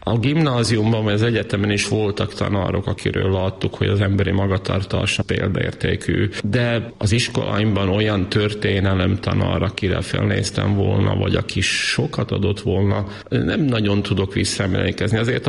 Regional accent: Bátka, Banská Bystrica Region, Slovakia; accent: Palóc; first language Hungarian; moved away as an adult; also born or lived in Rimavská Sobota / Bratislava / Dunajská Streda; egy kisiskolában, a szülőfalumon, Bátkában kezdtem az iskoláimat, már a Rimaszombati gimnáziumban folytattam.

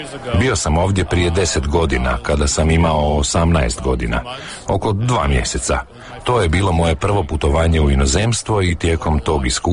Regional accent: Vancouver, British Columbia, Canada; Croatian is a second language; dolazim iz Vancouvera u Kanadi. Moj tata je iz Hrvatske, iz Slavonskog Broda.

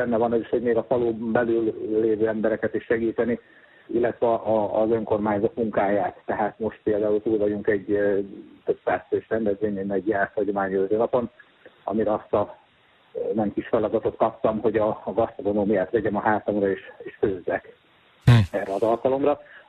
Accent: Jászkarajenő, Pest, Hungary; itt szülőfalumban Jászkarénőn van egy lovarda

